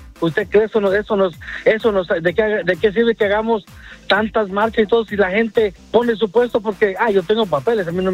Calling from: Los Angeles, California, United States; estamos aquí en Los Ángeles.

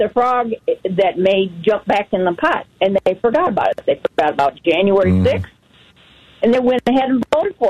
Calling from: Michigan, United States; I'm from Michigan

